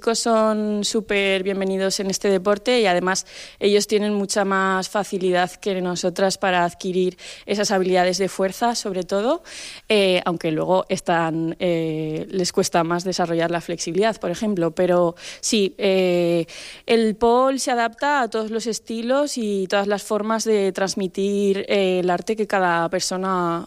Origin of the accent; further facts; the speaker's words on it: Pozuelo del Campo, Aragon, Spain; voy a hacer una jota navarra que cantaba mi abuelo en la romería de mi pueblo, que es Pozuelo del Campo.